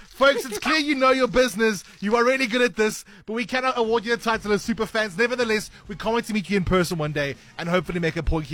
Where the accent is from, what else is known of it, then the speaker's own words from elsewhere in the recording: South Africa; we as South Africans have made outdoor cooking basically our whole identity.